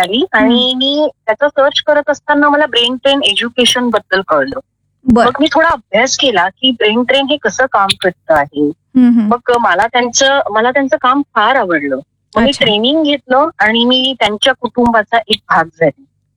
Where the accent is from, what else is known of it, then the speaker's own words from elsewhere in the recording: Nashik, Maharashtra, India; मी नाशिकचंच आहे. माझं सासर आणि माही माझं दोघं पण नाशिकच आहे.